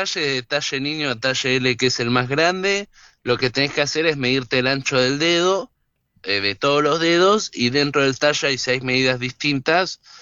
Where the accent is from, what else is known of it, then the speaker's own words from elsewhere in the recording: Mar del Plata, Buenos Aires Province, Argentina; Sí, exactamente, justo somos de Mar del Plata, así que el Dibu es lo más claro.